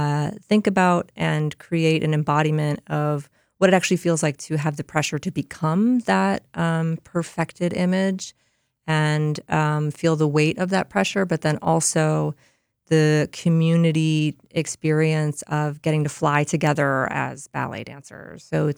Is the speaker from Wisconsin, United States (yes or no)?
yes; Lake Geneva, Wisconsin, United States; now in Milwaukee, United States; I grew up in Lake Geneva.